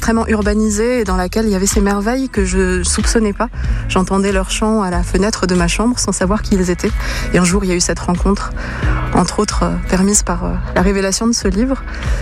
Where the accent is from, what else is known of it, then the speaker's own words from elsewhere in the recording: Grand Est, France; Et j'ai grandi en Lorraine, dans une région qui est très riche en carrières, en forêts, en milieux assez magiques et insoupçonnés.